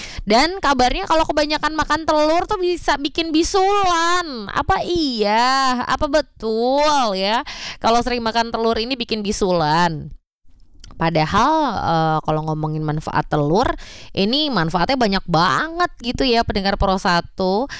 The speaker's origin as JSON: {"language": "Indonesian", "region": "North Sumatra", "country": "Indonesia", "said": "Saya ini orang Batak, tapi saya suka sekali loh makan pempek."}